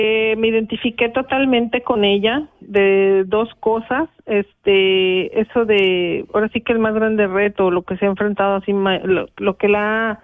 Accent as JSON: {"language": "Spanish", "country": "Mexico", "moved": "as an adult", "lives_now": "Switzerland", "said": "Yo vengo de México, que es un país que es maravilloso, es precioso, tiene muchísima cultura, tiene cosas bellísimas"}